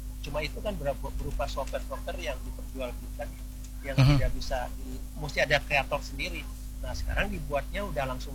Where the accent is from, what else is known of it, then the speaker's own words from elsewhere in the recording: Manado, North Sulawesi, Indonesia; Iya, betul. Kita dari